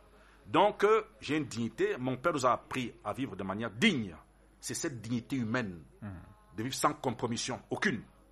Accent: Cameroon; chez nous au Cameroun

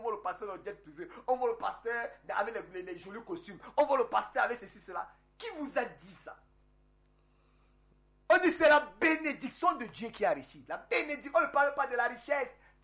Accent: Republic of the Congo; moi, je me rappelais, on a grandi ça en Congo.

